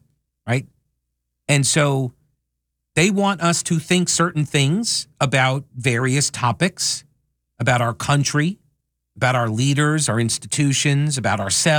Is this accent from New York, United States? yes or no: yes; New York, United States; So I grew up in New York. I remember this guy all over the news all the time.